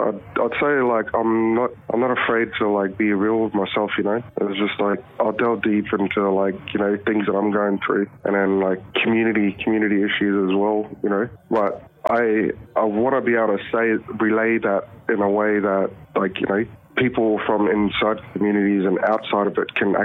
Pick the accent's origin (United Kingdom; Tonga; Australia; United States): Australia; Alice Springs, Northern Territory; moved away as an adult; also born or lived in Darwin; now in Adelaide, Australia; I was born in Alice Springs. I'm Walpree. My mum's from Lajibanu and Yundamu area. And yeah, pretty much grew up in Alice and in Darwin.